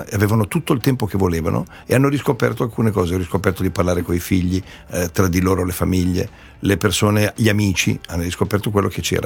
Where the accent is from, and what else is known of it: Milan, Lombardy, Italy